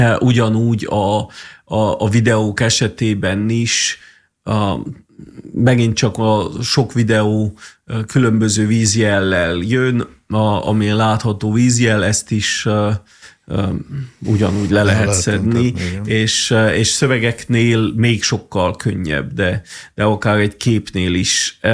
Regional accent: Transylvania, Romania; moved away as an adult; also born or lived in London, United Kingdom; now in Târgu Mureș, Romania; nem az vonzott vissza Erdélybe, hogy annyira könnyű lenne, hanem messzeletem a szülőföldemet, és itt szeretném felnevelni a gyerekeimet

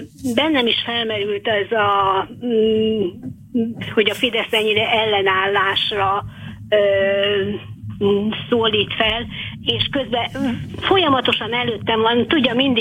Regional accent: Budapest, Hungary; nekem Budapest a mindenem, hát én itt születtem, itt élek 70 éve

